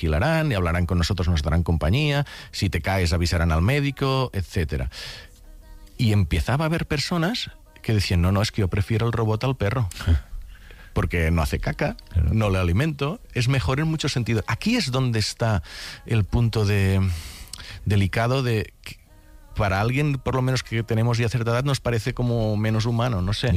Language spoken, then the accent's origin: Spanish; Catalonia, Spain; mira que soy del Delta del Ebre, allí mosquitos, sí.